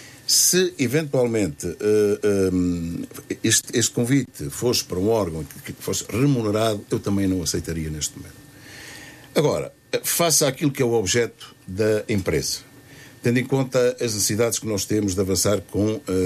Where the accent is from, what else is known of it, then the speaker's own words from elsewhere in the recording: Guarda, Centro, Portugal; born there; moved away; also born or lived in Paredes; está em causa o desenvolvimento da Guarda e tudo aquilo que eu puder fazer pelo desenvolvimento da minha terra